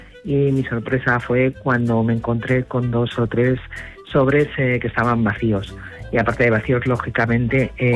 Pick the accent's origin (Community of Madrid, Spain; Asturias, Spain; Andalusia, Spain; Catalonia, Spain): Community of Madrid, Spain; Madrid